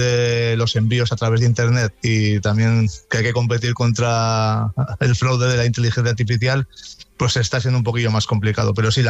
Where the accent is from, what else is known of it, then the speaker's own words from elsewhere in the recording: Haro, La Rioja, Spain; que además es de mi pueblo, en Aro